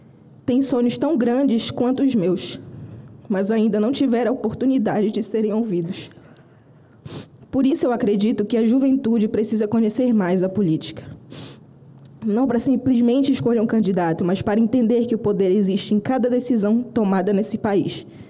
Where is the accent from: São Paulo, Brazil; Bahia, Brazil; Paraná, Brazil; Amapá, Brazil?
Amapá, Brazil; São Joaquim do Pacuí; Eu venho do Amapá, venho de São Joaquim do Pacuí. Uma comunidade que talvez seja pequena no mapa, mas que para mim tem um enorme significado.